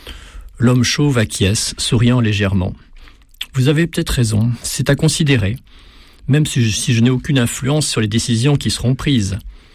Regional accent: Sfax, Sfax Governorate, Tunisia; born there; Je suis né à Sfax, en Tunisie, où vivaient à la fois des Juifs, des Italiens, des Arabes et des colons français.

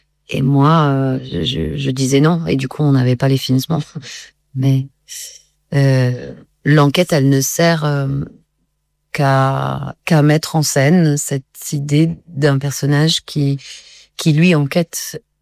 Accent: Grand Est, France; moved away; Donc moi, j'ai grandi dans la Marne, mais c'était pas par choix.

